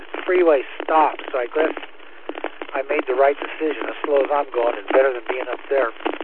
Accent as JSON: {"language": "English", "town": "Montebello", "region": "California", "country": "United States", "tie": "born or raised there", "lives_now": "Fullerton, United States", "said": "You know, I grew up in Montebello and spent a lot of time on that end of town."}